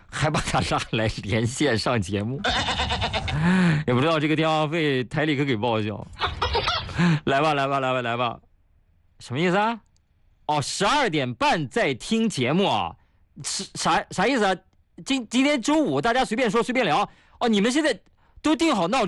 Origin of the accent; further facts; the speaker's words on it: Shanxi, China; now in Anhui, China; 正宗我老家的山西老陈醋